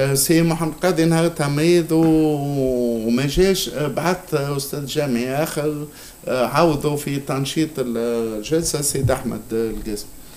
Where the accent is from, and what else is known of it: Tunisia